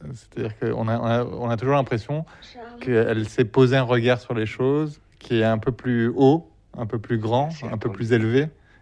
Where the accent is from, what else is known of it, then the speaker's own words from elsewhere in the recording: Spain; French is a second language; Moi, j'ai grandi en Espagne et il y avait deux cinéastes français qui étaient très importants pour moi en Espagne, là où j'ai grandi.